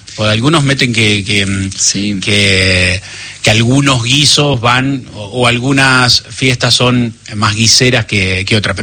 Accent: Las Toscas, Santa Fe, Argentina; fui un día a mi pueblo Las Toscas a tomar unos mates a la casa de unos amigos

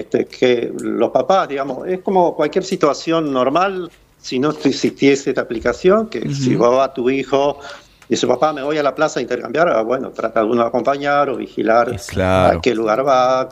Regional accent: Santa Elena, Entre Ríos, Argentina; nosotros que somos de Santa Elena

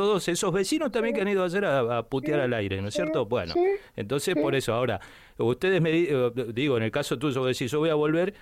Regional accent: Argentina; Mirá, yo soy un argentino más de los que se levanta honradamente a laburar.

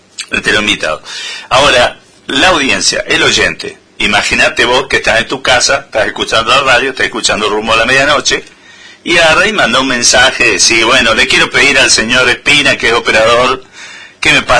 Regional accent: Mendoza, Argentina; Términos muy mendocinos. ¿Cuántos términos, no? Nosotros tenemos un montón

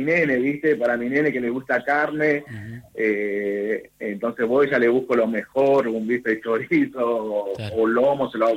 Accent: Rafael Calzada, Buenos Aires Province, Argentina; Ah, de zona sur, Almirante Brown, Rafael Calzada.

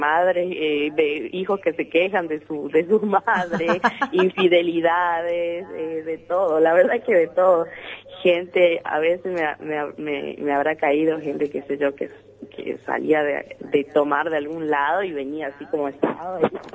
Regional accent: Las Lomitas, Formosa, Argentina; Yo soy de acá de Las Lomitas.

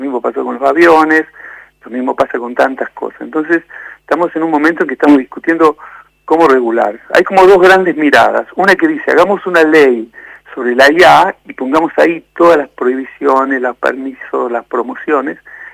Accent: Argentina; nosotros, como Argentina sola, no tenemos capacidad de negociación.

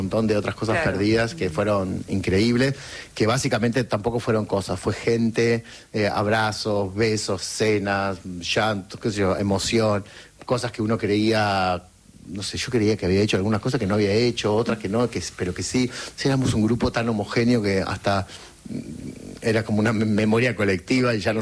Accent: Gálvez, Santa Fe, Argentina; also born or lived in Junín; Sí, sí, básicamente, básicamente soy de Galvez, sí.

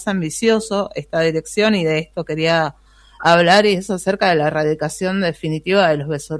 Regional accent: Mendoza, Argentina; lo vemos por ahí en zonas en donde los mendocinos sabemos utilizar como esparcimiento

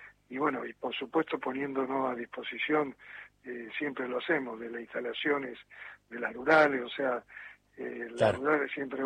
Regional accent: Argentina

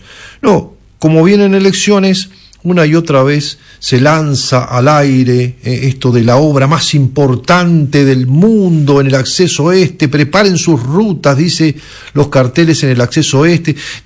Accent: Mendoza, Argentina; lo que necesitamos como mendocinos

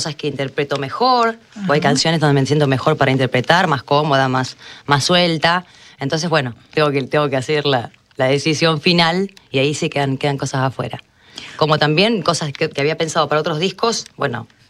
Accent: Los Surgentes, Córdoba, Argentina; Sí, es una ciudad pequeña, que es el departamento de mi pueblo, Los Urgentes es mi pueblo.

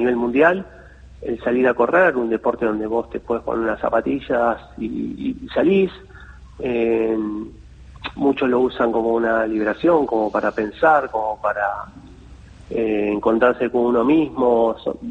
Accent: Argentina

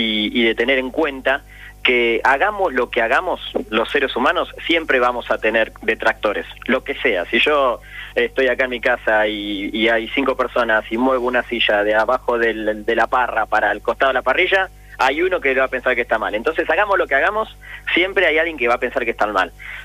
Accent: Argentina; Me parece que ese es uno de los valores más importantes que nosotros en el mes del Mundial como argentinos tenemos que rescatar siempre.

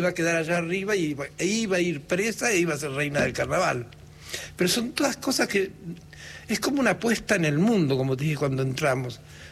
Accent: Ingeniero Jacobacci, Río Negro, Argentina; also born or lived in Las Grutas, Argentina; No, yo nací en San Antonio, en Las Grutas, pero mi padre se mudó a Jacobacci, mi familia. Y allí nevaba

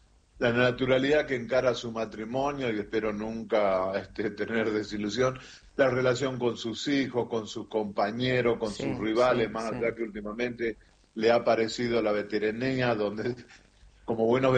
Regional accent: Argentina; porque somos argentinos

